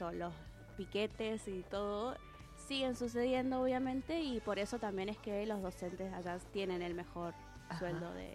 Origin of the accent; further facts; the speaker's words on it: Plaza Huincul, Neuquén, Argentina; Es como la ciudad de paso, Plaza Huincul, Cutralcó. Yo en realidad soy de Plaza Huincul.